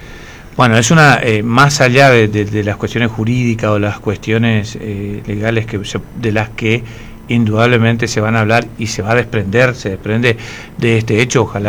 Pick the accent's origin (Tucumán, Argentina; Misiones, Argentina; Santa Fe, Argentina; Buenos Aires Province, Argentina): Misiones, Argentina; Campo Ramón; En Campo Ramón decimos encimarte.